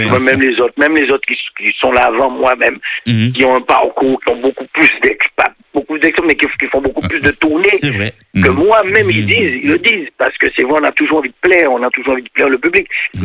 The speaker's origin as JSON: {"language": "French", "town": "Saint-Claude", "country": "Guadeloupe", "tie": "born or raised there", "moved": "yes", "lives_now": "near Paris, France", "said": "je suis né à Saint-Claude. Moi, je suis un vrai Saint-Claudien. J'habitais tout en bas de la Soufrière."}